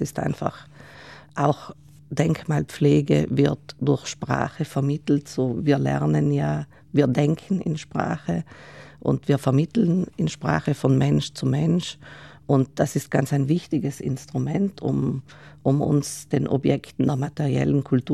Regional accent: Bolzano, Trentino-Alto Adige, Italy; ich bin in der Bozner Sparkassestraße aufgewachsen, wo auch das Stadtmuseum steht.

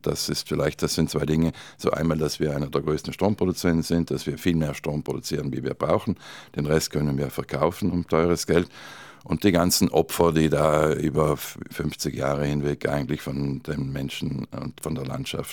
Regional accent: Trentino-Alto Adige, Italy; Bei uns in Südtirol gehört natürlich der Reschenstausee, nicht mit dem Kirchturm, der da herausschaut.

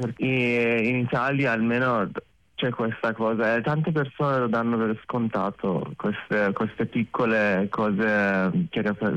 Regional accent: Iran; Italian is a second language; moved away as an adult; now in Turin, Italy; io vengo dall'Iran

